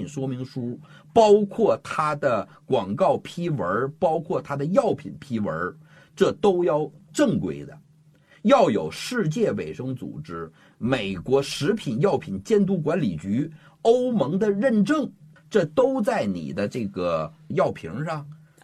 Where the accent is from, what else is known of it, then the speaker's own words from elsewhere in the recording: China; 那我相信，再过个10年8年的时候，我们中国人也会走向国外的这种对健康的极其重视的一个程度。